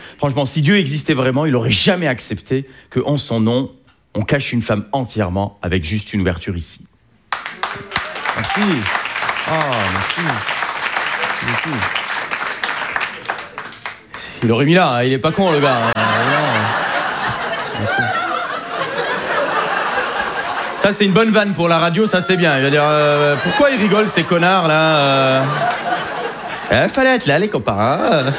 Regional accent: Algeria; Je suis algérien.

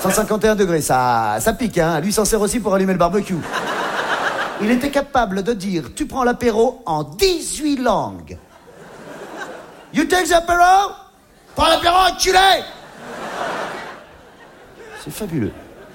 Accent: Grand-Quevilly, Normandy, France; born or raised there

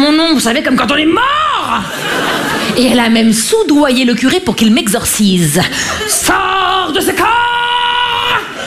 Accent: Grand Est, France; accent: Vosges

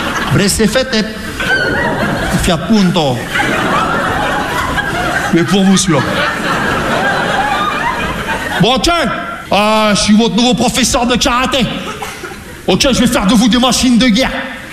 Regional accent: Rouen, Normandy, France; Non mais moi je viens de Rouen, tu vois, la Normandie, les Vikings

